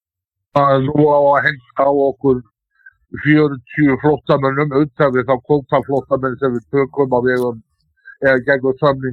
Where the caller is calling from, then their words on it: Northern Iceland, Iceland; ég er að norðan líka.